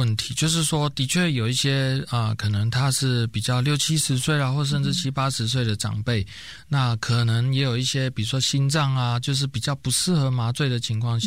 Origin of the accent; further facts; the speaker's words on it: Taiwan; 我们台湾人